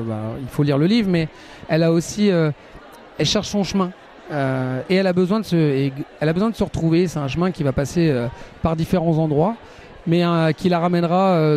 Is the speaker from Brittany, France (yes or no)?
yes; Brittany, France; moved away; moi, je suis breton.